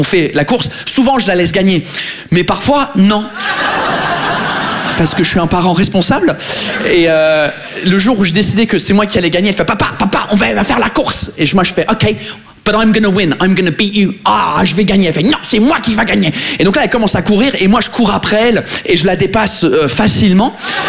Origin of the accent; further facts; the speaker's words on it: England, United Kingdom; French is a second language; now in France; je suis anglais. Ça fait 15 ans que je suis là, ça fait 15 ans que j'essaye de maîtriser votre langue.